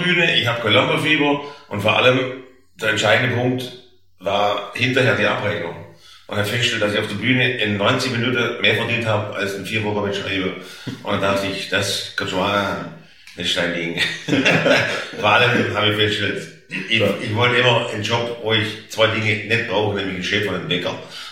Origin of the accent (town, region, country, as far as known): Stuttgart, Baden-Württemberg, Germany; accent: Swabian